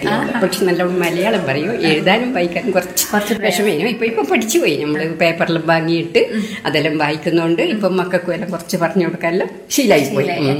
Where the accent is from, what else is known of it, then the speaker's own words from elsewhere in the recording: Pariyaram, Kerala, India; എന്റെ നാട് പരിയാരത്ത, ഇവിടെ പരിയാരം പറയുന്ന നിങ്ങള് പാലോട്ടുവള്ളി